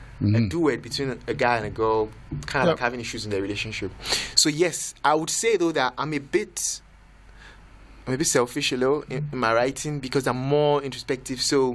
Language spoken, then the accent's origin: English; Nigeria; moved away as an adult; now in Windsor, Canada; What I mean is, I came from Nigeria in 2016, and I came to do my master's here.